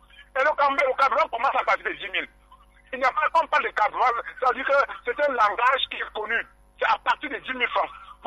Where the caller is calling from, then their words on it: Cameroon; En tant que Camerounais lambda, débrouillard